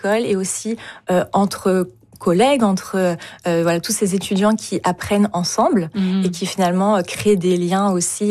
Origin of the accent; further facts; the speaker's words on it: France; Même en tant que Français, on doit passer ces examens.